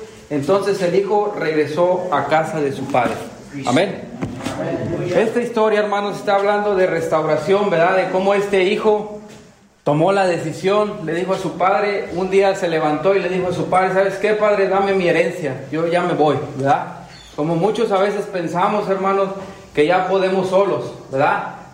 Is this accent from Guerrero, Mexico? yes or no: no; Xilitla, San Luis Potosí, Mexico; Yo vengo de Gilitla y es una bendición estar con ustedes.